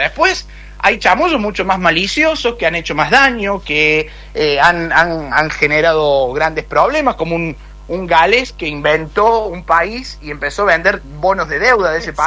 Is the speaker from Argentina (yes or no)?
yes; Córdoba, Argentina; Sí, pero que los cordobeses tenemos ahí una rapidez